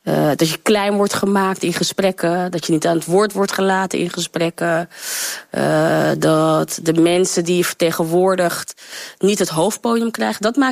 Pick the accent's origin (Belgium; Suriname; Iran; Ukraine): Suriname; Paramaribo; accent: Haarlem; now in Haarlem, Netherlands; Ik kom van Paramaribo in Haarlem. Sommigen vonden dat ik een Haarlems accent had.